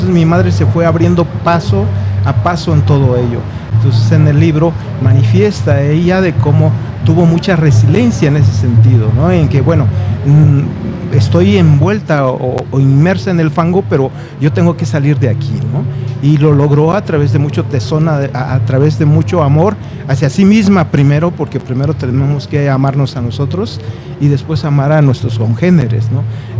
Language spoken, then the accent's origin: Spanish; Juchitán, Oaxaca, Mexico; en Juchitán, de donde yo soy